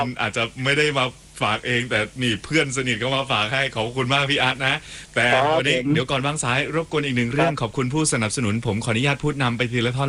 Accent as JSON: {"language": "Thai", "region": "Southern Thailand", "country": "Thailand", "said": "แล้วผมก็เป็นคนใต้ด้วย"}